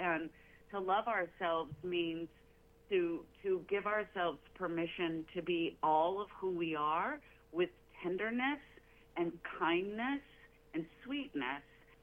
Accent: Tulsa, Oklahoma, United States; I was born and raised in Tulsa

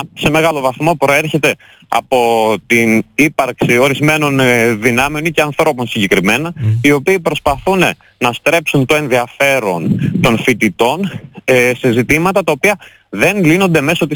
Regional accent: Amfilochia, Western Greece, Greece; Είμαι από την Αμφιλοχία, της Οδοκαρνανίας.

